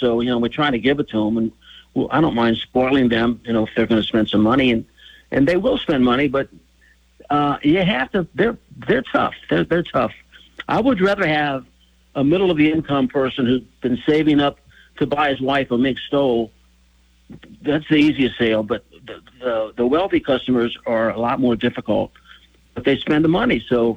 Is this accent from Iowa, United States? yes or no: no; Cincinnati, Ohio, United States; I'm born and raised in Cincinnati, Ohio.